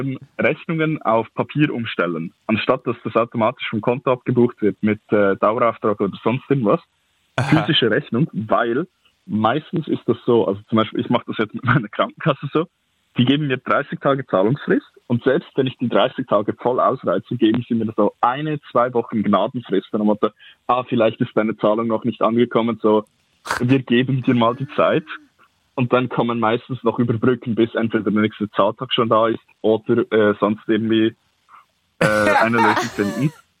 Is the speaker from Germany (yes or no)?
no; Lucerne, Switzerland